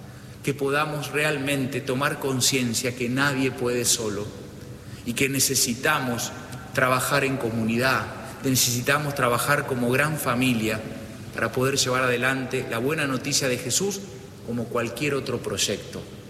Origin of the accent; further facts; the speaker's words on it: Argentina; que como argentinos podamos reconstruir los vínculos